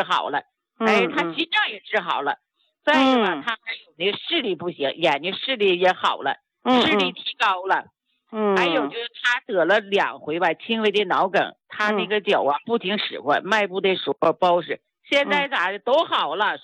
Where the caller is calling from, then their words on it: Heilongjiang, China; 我是黑龙江的